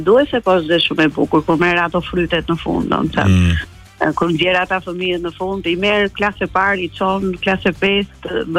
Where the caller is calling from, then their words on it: Berat, Berat County, Albania; nga Berati.